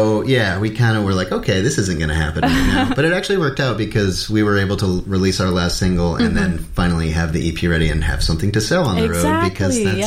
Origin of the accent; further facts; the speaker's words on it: Connecticut, United States; It's been real nice, especially because I grew up in Connecticut.